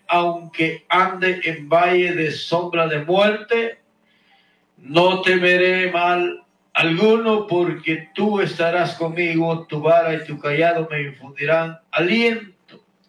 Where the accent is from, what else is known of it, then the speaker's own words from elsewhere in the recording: Guatemala; now in Houston, United States; desde aquí de Houston, Texas, hasta Guatemala, mi tierra natal. … nacido en Guatemala, viviendo aquí en Houston, Texas